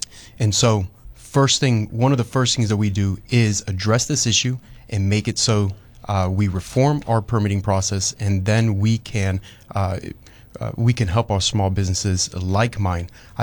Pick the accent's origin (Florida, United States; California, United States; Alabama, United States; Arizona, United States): Florida, United States; Miami; And luckily, I've been here. I was born in Miami. I've been educated here, so I know the system.